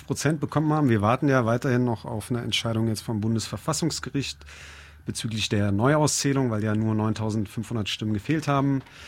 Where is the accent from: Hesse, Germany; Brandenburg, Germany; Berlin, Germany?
Hesse, Germany; Kassel; hier in Kassel aufgewachsen auch.